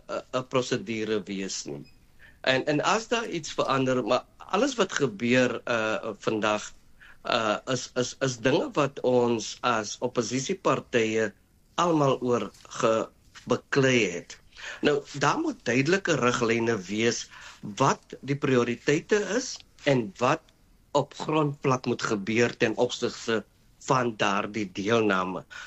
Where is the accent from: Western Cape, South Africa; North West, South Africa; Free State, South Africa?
North West, South Africa; North West Province; ek is van Noordwes provinsie.